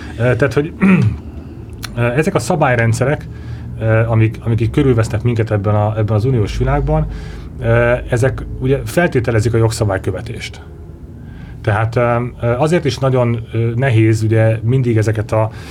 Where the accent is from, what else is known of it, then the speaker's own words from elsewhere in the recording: Hungary; Ugye magyarok is vagyunk, kurucosak is vagyunk